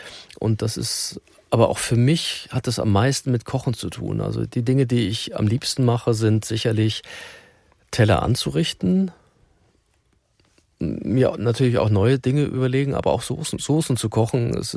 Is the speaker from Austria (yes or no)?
no; Northern Germany, Germany; Ja, ich bin ja Norddeutscher.